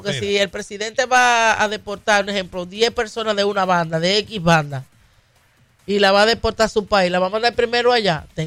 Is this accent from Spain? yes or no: no; Dominican Republic; la República Dominicana, mi tierra.